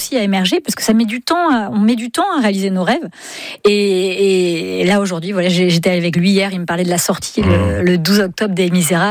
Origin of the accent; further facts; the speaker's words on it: Brittany, France; Ah bah oui, mais on est breton ou pas?